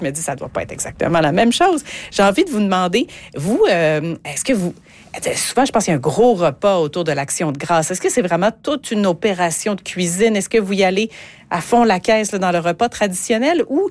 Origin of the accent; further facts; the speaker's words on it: Quebec, Canada; now in Alberta, Canada; moi, je j'ai grandi au Canada, mais au Québec.